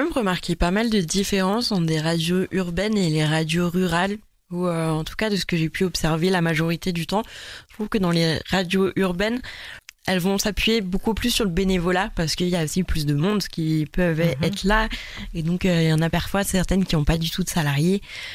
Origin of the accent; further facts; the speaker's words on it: Provence-Alpes-Côte d'Azur, France; moved away; also born or lived in Mulhouse; Je viens du Var, du centre Var.